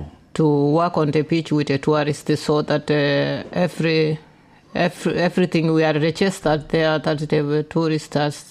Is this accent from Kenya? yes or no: yes; Kisii, Kisii County, Kenya; moved away as an adult; now in Germany; Me, I come from Kisii.